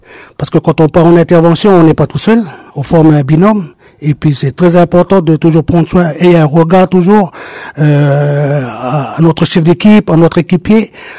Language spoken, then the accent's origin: French; Païta, South Province, New Caledonia; also born or lived in Yaté; Je viens de Païta. Après, j'étais à Iaté.